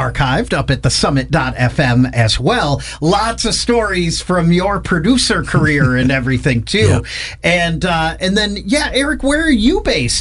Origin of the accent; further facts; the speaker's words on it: Wadsworth, Ohio, United States; So there's some good stuff happening in my hometown of Wadsworth, happen to live out in Wadsworth.